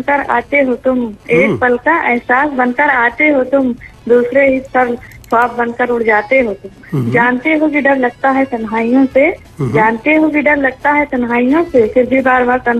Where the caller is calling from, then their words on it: Sultanpur district, Uttar Pradesh, India; मैं जिला सुल्तानपुर से बोल रही हूँ, गाँव तियरी है मेरा जिला सुल्तानपुर।